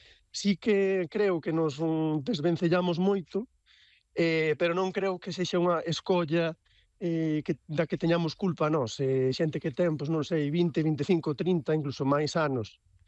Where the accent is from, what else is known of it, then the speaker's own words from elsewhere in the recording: Galicia, Spain; e como galegos temos que aprezalo porque tamén parte do que somos nós, non?